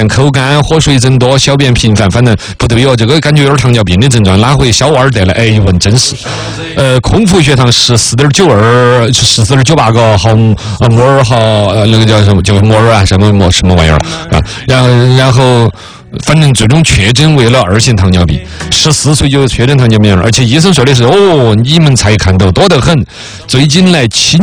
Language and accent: Chinese; China